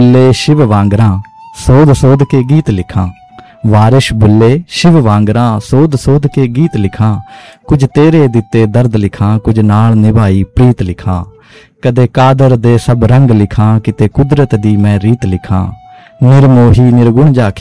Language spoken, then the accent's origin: Punjabi; Punjab, India; ਅਸਲ 'ਚ ਮੈਂ ਜਦੋਂ ਆਪਣੇ ਪਿੰਡ 'ਚ ਰਹਿੰਦਾ ਸੀਗਾ, ਪੰਜਾਬ 'ਚ, ਬੇਸਿਕਲੀ ਮੇਰਾ ਜਨਮ ਜਿਹੜਾ ਪੰਜਾਬ ਦਾ ਹੈ, ਮੋਹਾਲੀ ਡਿਸਟ੍ਰਿਕਟ ਹੈ ਮੇਰਾ